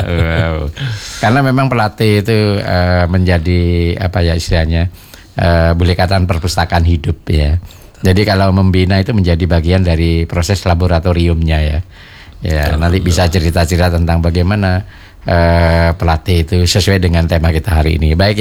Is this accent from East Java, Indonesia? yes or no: yes; Kaliwates, East Java, Indonesia; Oh iya, kalau saya kan Kaliwates. Iya. Ya, sebenarnya iya Kaliwates juga ya.